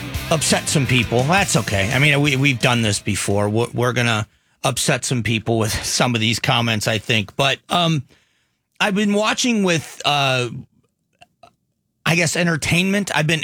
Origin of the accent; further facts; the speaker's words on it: Florida, United States; moved away; the town I grew up